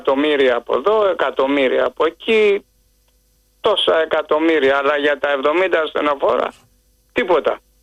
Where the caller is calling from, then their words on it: Piraeus, Attica, Greece; Καλησπέρα … είμαι από Πειραιά.